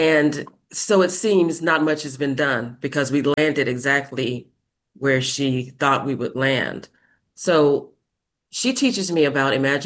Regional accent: Arkansas, United States; the sounds, sights that I experienced growing up in Arkansas

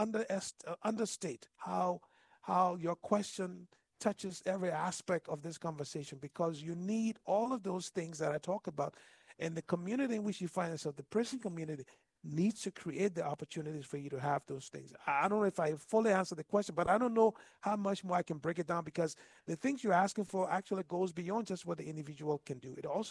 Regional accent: Liberia; moved away; I grew up in Liberia and West Africa. We had the Civil War in Liberia.

